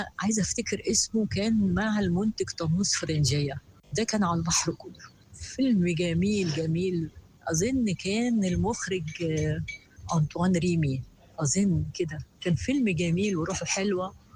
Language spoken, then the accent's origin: Arabic; Cairo, Cairo Governorate, Egypt